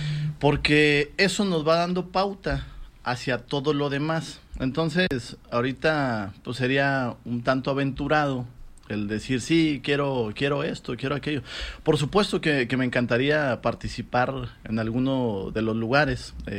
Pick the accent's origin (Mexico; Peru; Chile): Mexico; Guerrero; yo soy de Guerrero, del municipio de Guerrero.